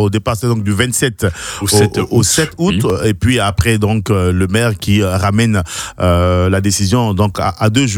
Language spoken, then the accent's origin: French; Abidjan, Côte d’Ivoire; j'ai grandi à Yeopougon, Sagidiba. à Saint-Vent, CNPS, même Terminus 40.